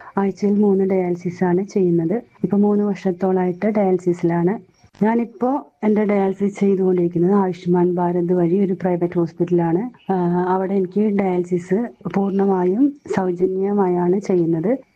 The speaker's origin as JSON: {"language": "Malayalam", "town": "Thrikkakara", "region": "Kerala", "country": "India", "tie": "born or raised there", "said": "ഞാൻ എറണാകുളം തൃക്കാക്കര സ്വദേശിനിയാണ്."}